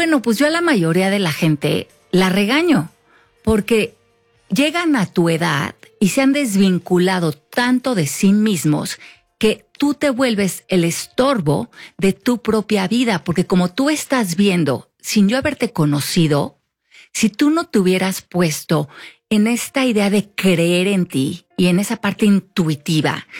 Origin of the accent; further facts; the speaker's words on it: Mexico; pues no es tan obvio para nosotros a veces como mexicanos